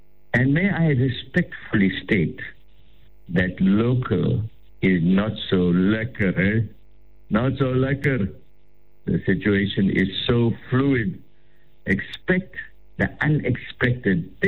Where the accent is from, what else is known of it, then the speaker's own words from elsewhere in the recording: KwaZulu-Natal, South Africa; my hometown of Sheppey.